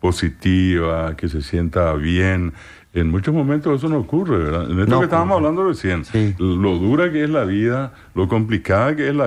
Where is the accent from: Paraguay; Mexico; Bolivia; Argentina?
Paraguay; si hoy seguimos siendo paraguayos